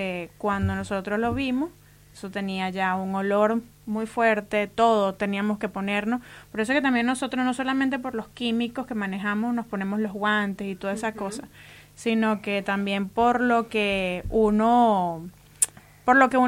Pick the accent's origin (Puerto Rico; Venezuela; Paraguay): Venezuela; Valencia, Carabobo; moved away; Somos de Valencia, sí. El estado Carabobo, en Venezuela. Uh-huh. Eso es un estado de costa.